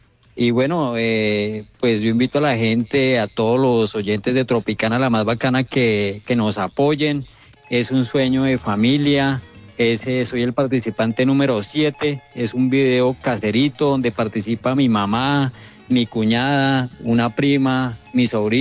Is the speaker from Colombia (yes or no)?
yes; Bogotá, Bogotá Capital District, Colombia; now in Villavicencio, Colombia; Bueno, yo soy de Bogotá, pero 20 años viviendo en el llano, en Villavicencio.